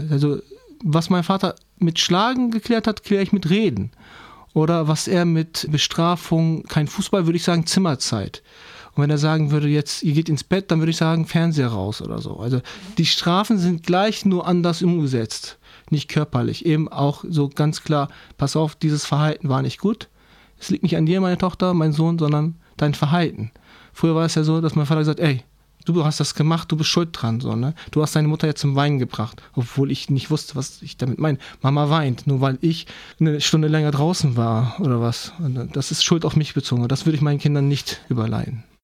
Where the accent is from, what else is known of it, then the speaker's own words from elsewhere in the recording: Turkey; German is a second language; now in Germany; Türkischen Pass habe ich immer noch, habe ich immer noch nicht abgegeben, weil ich, ist meine Heimat. Hier bin ich zu Hause, aber meine Heimat ist da.